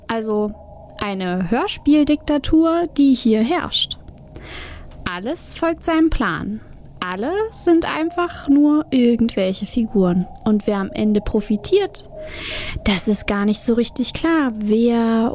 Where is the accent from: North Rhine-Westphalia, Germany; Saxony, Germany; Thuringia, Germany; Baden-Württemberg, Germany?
Thuringia, Germany; Bin auch aus Thüringen, aber von Hunden habe ich noch nichts gehört.